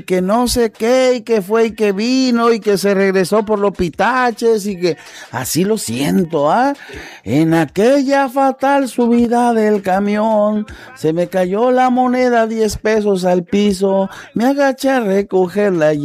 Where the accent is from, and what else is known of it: Mexico